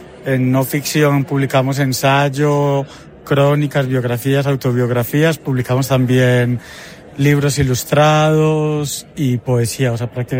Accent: Antioquia, Colombia; moved away as an adult; now in Spain; yo soy muy paisa

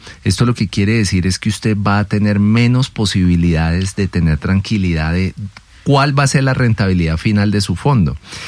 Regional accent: Colombia

